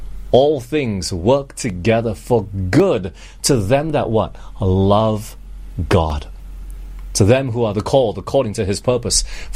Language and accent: English; Malaysia; also born or lived in Singapore; You know, I've grown up all over the world. I was born in Singapore. I'm actually Malaysian, but I was born in Sing